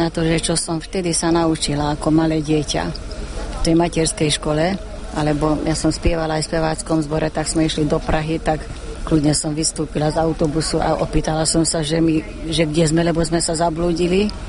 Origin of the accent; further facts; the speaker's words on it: Veszprém, Veszprém County, Hungary; Ja som z Maďarska, z Vesprému, pri Balatone. Ja som tam vyrástla, tam som chodila aj do základnej, aj do strednej školy.